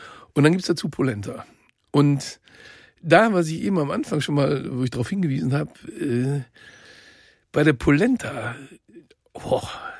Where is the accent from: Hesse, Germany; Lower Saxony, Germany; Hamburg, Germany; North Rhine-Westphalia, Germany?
North Rhine-Westphalia, Germany; Bei uns im Ruhrgebiet, früher ist das, da kriegt er lange Zähne.